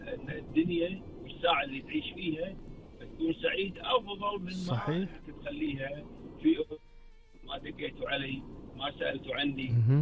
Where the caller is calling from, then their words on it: Kuwait; ويحفظ ديرتنا الكويت